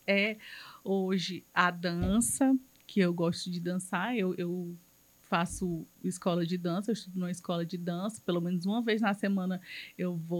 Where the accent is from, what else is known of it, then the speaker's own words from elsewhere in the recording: Fortaleza, Ceará, Brazil; Eu sou daqui de Fortaleza. Eu sou da Vila Manuel Sátiro